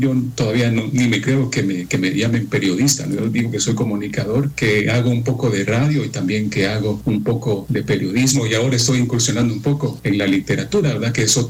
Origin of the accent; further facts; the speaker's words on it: Amatitlán, Guatemala Department, Guatemala; entrar a trabajar a una radio alternativa aquí en mi municipio. Yo soy del municipio de Amatitlán